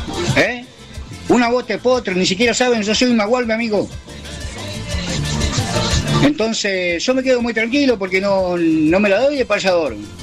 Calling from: Río Negro, Argentina; soy un gaucho río negrino.

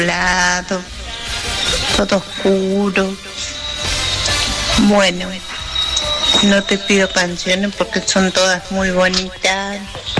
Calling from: San Jorge, Santa Fe, Argentina; de San Jorge.

